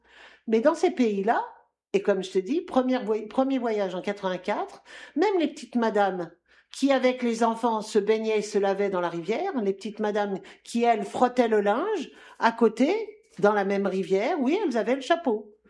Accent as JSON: {"language": "French", "country": "France", "said": "C'est la France, mon pays d'origine."}